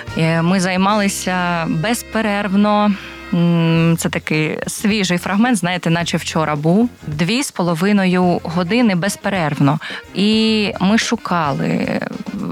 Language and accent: Ukrainian; Kharkiv, Kharkiv Oblast, Ukraine; now in Kryvyi Rih, Ukraine; Наприклад, я сама з Харкова, і багато чого бачила, багато вистав бачила